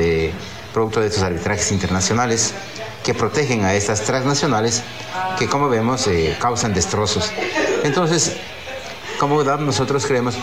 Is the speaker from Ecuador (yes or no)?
yes; Quito, Pichincha, Ecuador; moved away as an adult; now in Lago Agrio, Ecuador; Yo te cuento personalmente, como quiteño, lo que he sentido cuando he conocido la historia de mi ciudad